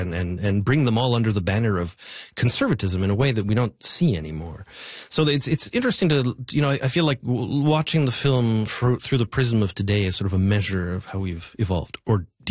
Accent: Winnipeg, Manitoba, Canada; But I'm from Winnipeg, so I love underdogs.

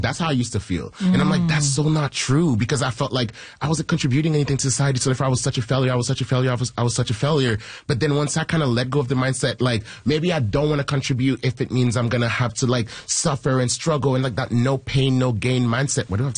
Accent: Haiti; I'm from Haiti, and you know, and I talk to other immigrants and stuff like that.

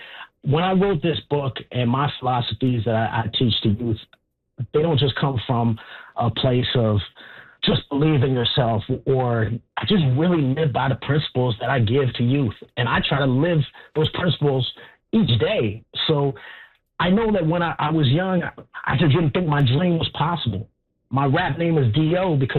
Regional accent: Canada; it really means a lot to me as a Canadian.

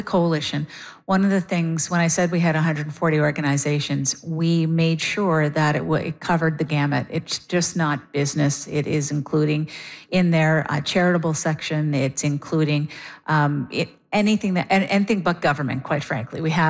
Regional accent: Leamington, Ontario, Canada; Leamington, Ontario.

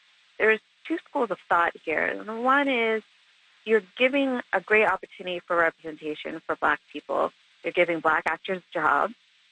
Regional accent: Nigeria; I'm Nigerian myself.

